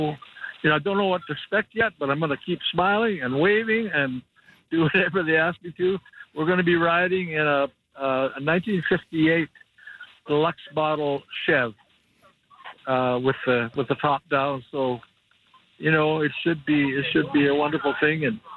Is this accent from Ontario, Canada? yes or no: no; Pender Harbour, British Columbia, Canada; born there; I'm a coastal boy. I was born in Tender Harbor up the Sunshine Coast. My dad was a logger, then a fisherman.